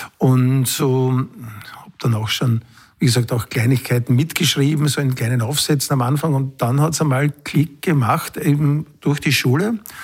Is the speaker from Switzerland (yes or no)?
no; Halbturn, Burgenland, Austria; Also ich bin geboren in Halbturn und bin auch jetzt wieder wohnhaft in Halbturn. Habe eigentlich Halbturn nur während des Studiums und so weiter verlassen. Ansonsten muss ich auch sagen, bin ich ein begeisterter Burgenländer.